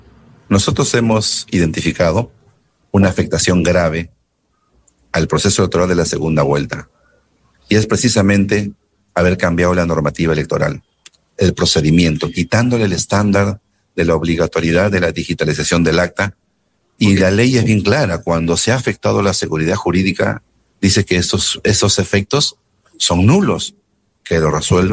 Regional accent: Peru

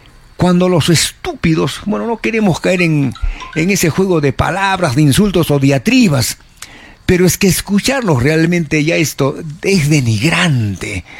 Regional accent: Peru

